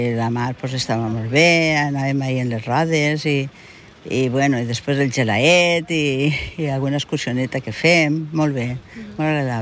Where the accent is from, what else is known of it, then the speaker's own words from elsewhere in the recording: Alcoy, Valencian Community, Spain; Som d'Alcoi i portem pues, més de 40 anys que tenim apartament